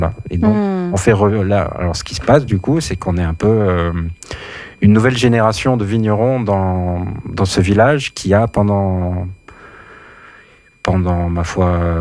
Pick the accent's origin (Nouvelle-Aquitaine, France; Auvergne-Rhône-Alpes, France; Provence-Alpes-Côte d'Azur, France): Auvergne-Rhône-Alpes, France; Saint-Basile; je suis arrivé comme ça à Desagnes, sachant que moi, je suis plutôt originaire du côté de Saint-Basile, un peu plus loin, de l'autre côté de la Mastre